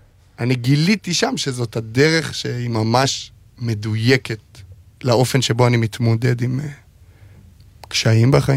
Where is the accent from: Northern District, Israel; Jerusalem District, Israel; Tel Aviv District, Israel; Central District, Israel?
Northern District, Israel; Alon HaGalil; באלון הגליל, ביישוב שגדלתי בו